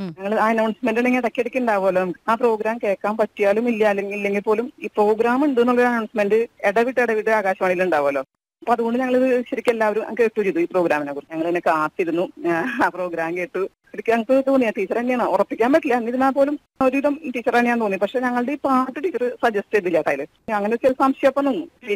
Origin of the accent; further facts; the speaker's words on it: Anthikad, Kerala, India; കൊടുങ്ങല്ലൂരിനടുത്ത് എന്റെ നാട് അന്തിക്കാടാണ്.